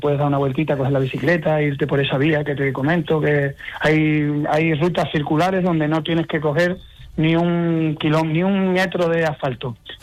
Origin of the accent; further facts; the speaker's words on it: El Granado, Andalusia, Spain; soy yo muy patriótico de mi pueblo. Viví un tiempo fuera y mi obsesión era venir a vivir aquí